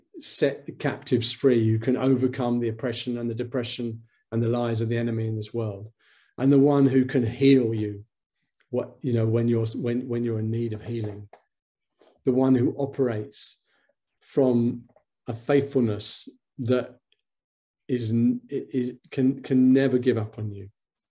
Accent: London, United Kingdom; I grew up in London. I still am a Londoner, but South London was a bit edgy when I was growing up, if you know what I mean.

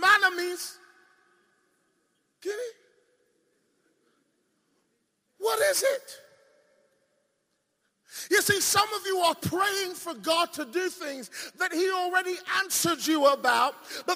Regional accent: England, United Kingdom; When I was younger, and I tell this story everywhere I go, I was brought up in Nigeria in England. Wow. Now, many of you don't know there's a Nigeria in England.

